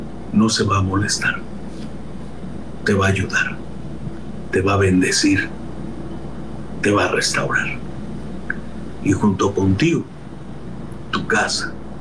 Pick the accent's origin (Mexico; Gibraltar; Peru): Mexico; Somos mexicanos, por supuesto. Amamos nuestra patria.